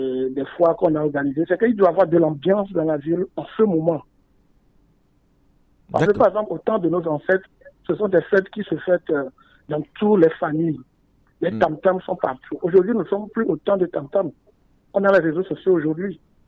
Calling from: Lomé, Maritime, Togo; De Lomé, Noukafou.

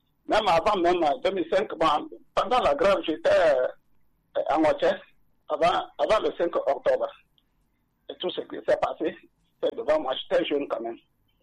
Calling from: Atakpamé, Plateaux, Togo; depuis Atakpamé.

